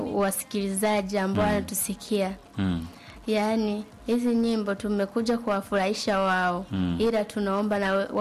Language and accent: Swahili; Mara, Tanzania; moved away; Mimi ni mwenyeji wa Msoma vijijini kule, yani uko unaelekea pande za Majita kule, kama mnapajua sehemu za Maneke.